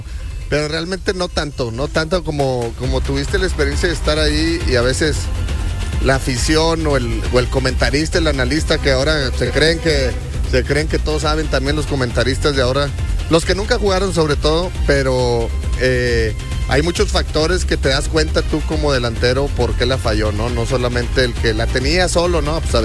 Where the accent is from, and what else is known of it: Mexico